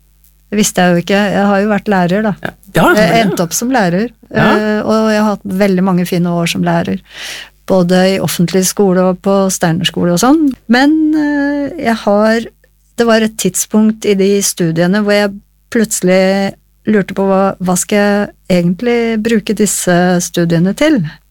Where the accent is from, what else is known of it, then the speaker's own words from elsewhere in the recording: Hamar, Innlandet, Norway; moved away as an adult; also born or lived in Oslo; Jeg født i Oslo, oppvokst på Hamar, og flykta fra Hamar med en gang jeg var ferdig med skolen, videregående.